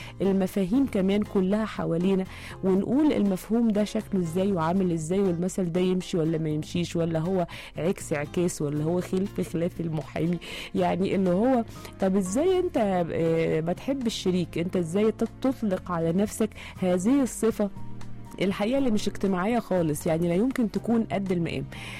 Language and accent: Arabic; Egypt; كلنا كمصريين